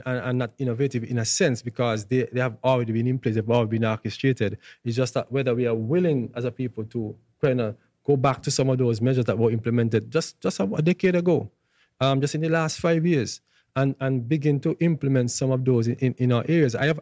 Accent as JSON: {"language": "English", "country": "St. Kitts & Nevis", "said": "I'm from St. Kitts."}